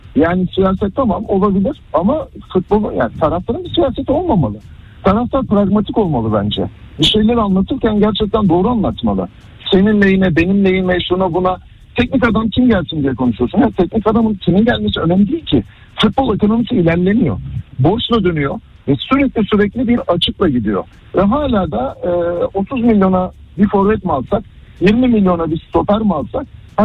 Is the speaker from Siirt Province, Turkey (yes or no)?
no; İzmit, Kocaeli, Turkey; born or raised there